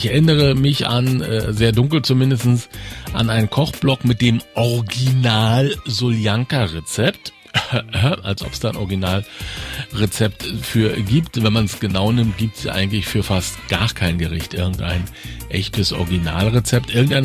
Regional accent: Mecklenburg-Vorpommern, Germany; born or raised there

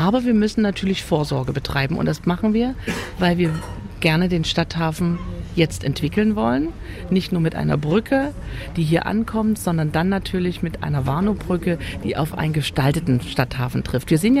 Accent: Dresden, Saxony, Germany; Und ich bin Dresdnerin und Dresden liegt an der Elbe.

